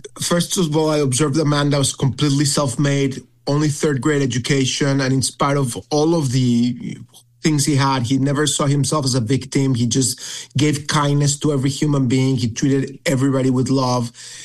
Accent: Mexico; I grew up in Mexico.

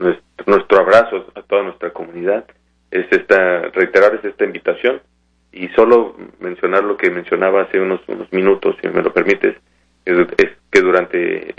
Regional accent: Mexico; now in Seattle, United States; todos somos representantes de México

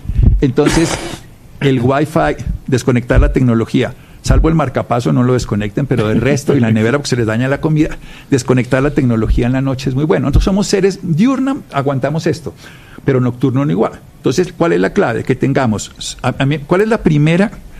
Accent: Armero, Tolima, Colombia; yo soy de Armero

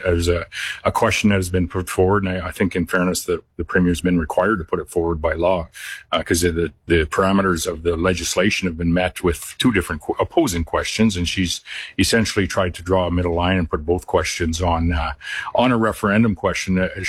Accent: Canada; I'm not Alberton, but I am a Canadian, and I am a leader of a province that's adjacent

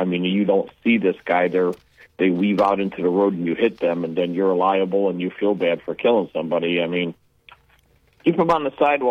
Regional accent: Cleveland, Ohio, United States; I'm from Cleveland.

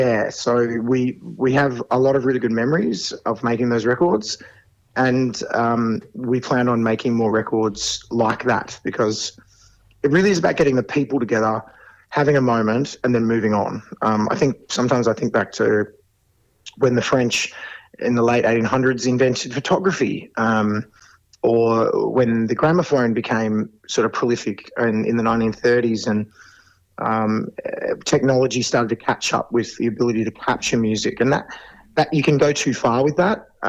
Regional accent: Geelong, Victoria, Australia; I grew up in Geelong

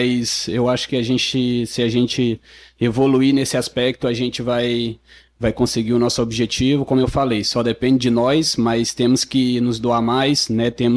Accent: Sobral, Ceará, Brazil; also born or lived in Rio de Janeiro; É que eu fui criado em Sobral, nasci no Rio de Janeiro, mas fui criado em Sobral.

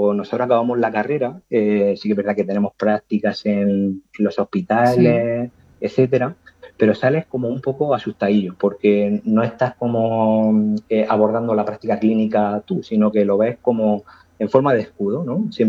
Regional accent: Abarán, Region of Murcia, Spain; moved away as an adult; now in Vega Baja, Spain; yo soy de Abarán, pero de una pedanía muy chiquitina que se llama Casablanca, una pedanía de Abarán. Y somos un censo de 24 habitantes y casi 13 son de mi familia, o sea que somos una aldea muy chiquitina

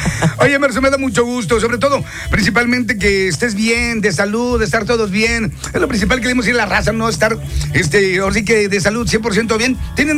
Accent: Monterrey, Nuevo León, Mexico; born there; Yo pues soy regiomontano de corazón, nacido, sí.

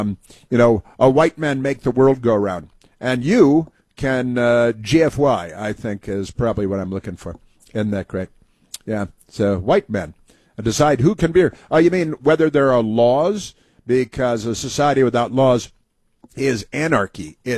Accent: United States; white guys in America

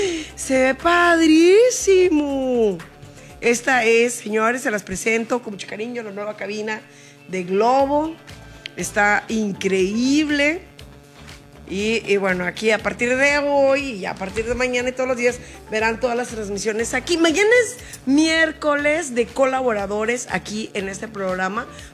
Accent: Puebla, Mexico; moved away; Como buenos poblanos, la verdad que súper bien la batalla de Puebla.

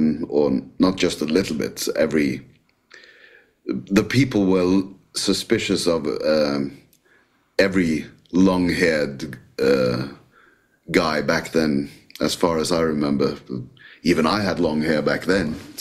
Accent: Norway; I'm from Norway

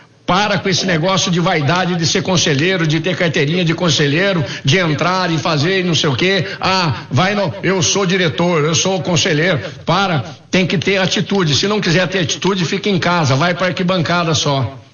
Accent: Campinas, São Paulo, Brazil; Eu, como campineiro, posso falar nisso.

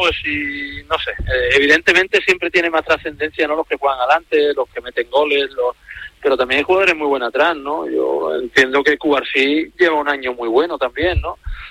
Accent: Jerez, Andalusia, Spain

